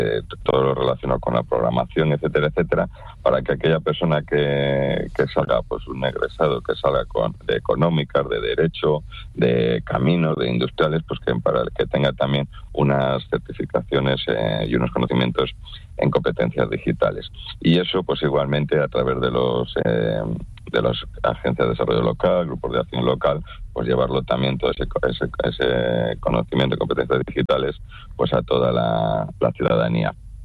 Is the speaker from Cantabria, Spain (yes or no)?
yes; Langre, Cantabria, Spain; yo soy de Langre, pues tú ahora desde un pueblo en remoto puedes hacer los cursos más avanzados que te propongas, ¿no?